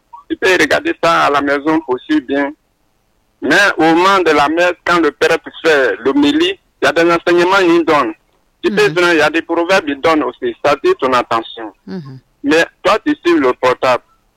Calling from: Bondoukou, Zanzan, Côte d’Ivoire

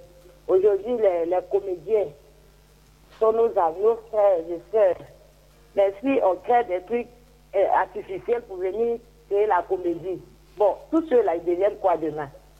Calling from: Yopougon, Abidjan, Côte d’Ivoire; J'appelle de Yopougon.

